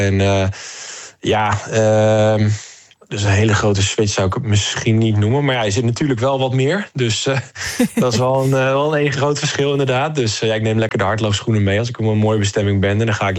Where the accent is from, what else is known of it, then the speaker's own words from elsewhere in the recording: Deventer, Overijssel, Netherlands; En ik kom uit Deventer.